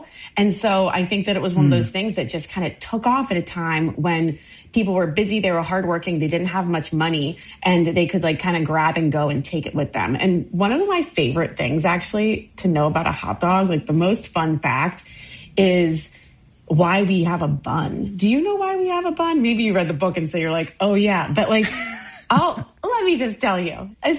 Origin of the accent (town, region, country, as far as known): Maryland, United States; born or raised there